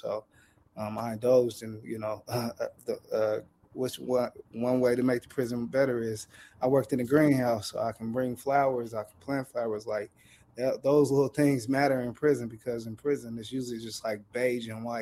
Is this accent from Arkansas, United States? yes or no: no; Portland, Oregon, United States; I'm from beautiful Portland, Oregon.